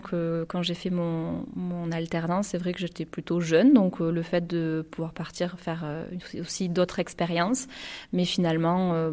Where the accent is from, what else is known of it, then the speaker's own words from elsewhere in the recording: Montpellier, Occitanie, France; Moi je suis héraultaise, donc je suis née à Montpellier, j'ai toujours grandi dans le coin, on va dire.